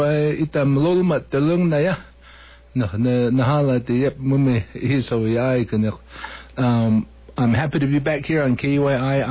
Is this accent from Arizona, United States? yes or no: yes; Moenkopi, Arizona, United States; I'm from Munkhapi. … from there.